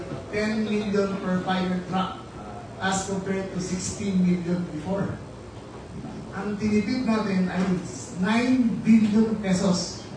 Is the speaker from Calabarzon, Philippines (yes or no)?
yes; Calabarzon, Philippines; Limang milyon ng tao sa probinsya ko. Yan ang lalaki. Wala pang kalahati ng Bohol. One-fourth lang ng Bohol ang Cavite. Pero limang milyon tao ang nakatira doon.